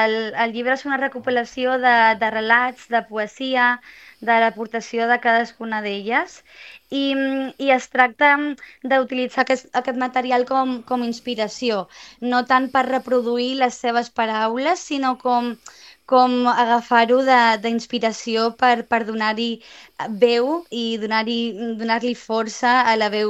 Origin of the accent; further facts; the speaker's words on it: Ibiza, Balearic Islands, Spain; com a eivissenca i creació dins de l'illa d'Eivissa, com heu mencionat, que a vegades no sempre és fàcil